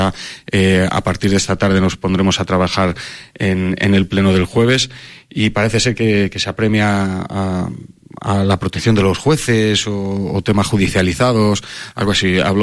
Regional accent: Medina del Campo, Castile and León, Spain; mi pueblo, de mi villa, de mi ciudad. A mí me gustaría presumir de Medina del Campo.

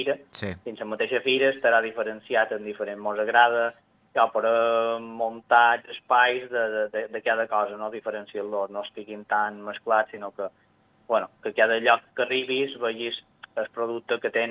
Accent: Son Servera, Balearic Islands, Spain; com a ciutadans de Son Cervera, com a cerverins que estimam el nostre poble, el nostre municipi

